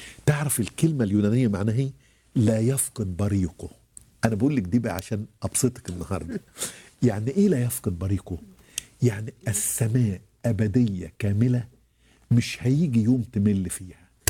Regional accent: Egypt; عندنا في مصر

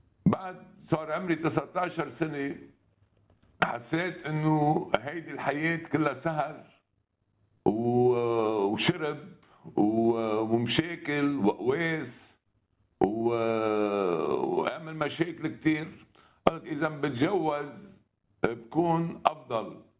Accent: Lebanon; ولاني جاي من خلفيه سياسيه بلبنان، انا حزب لبناني

